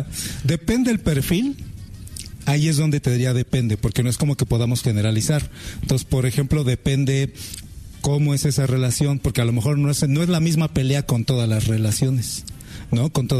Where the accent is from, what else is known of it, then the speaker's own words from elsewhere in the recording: Ecatepec, State of Mexico, Mexico; Somos de Catepec